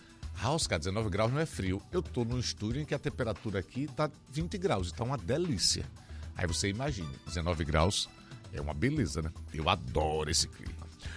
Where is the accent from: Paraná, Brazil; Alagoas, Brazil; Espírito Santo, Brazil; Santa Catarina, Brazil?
Alagoas, Brazil; Maceió; sou alagoano, né? Nascido e criado em Maceió.